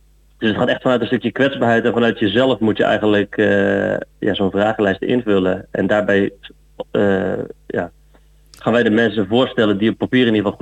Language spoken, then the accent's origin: Dutch; Goes, Zeeland, Netherlands; moved away as an adult; also born or lived in Leiden; Ik kom uit Zeeland, uit Goes. En ik heb 10 jaar in Leiden gewoond. Uiteindelijk zijn we 6 jaar geleden ben ik samen met mijn vrouw en kinderen terugverhuisd naar mijn geboortestad in Goes.